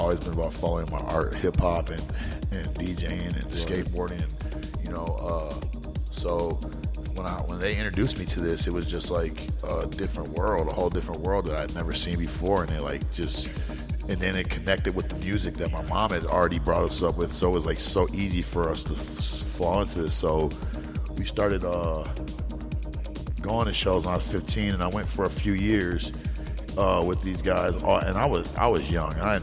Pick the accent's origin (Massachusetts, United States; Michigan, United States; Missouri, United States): Michigan, United States; Pontiac; I'm coming from like basically baby Detroit. I'm coming from the Yak Town, Pontiac. You know what I'm saying? It's gritty, grimy.